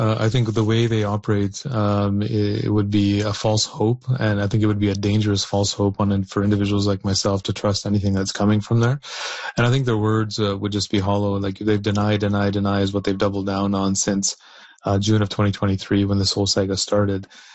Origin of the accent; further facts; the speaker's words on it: Canada; I'm born and raised in Canada.